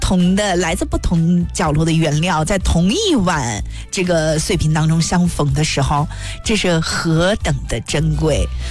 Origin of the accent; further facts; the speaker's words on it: Xinjiang, China; 嗯，就是可能就是我新疆人的这种慷慨大方，